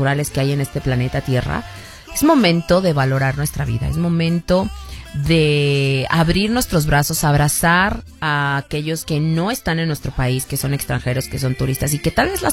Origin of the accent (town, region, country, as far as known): Mexico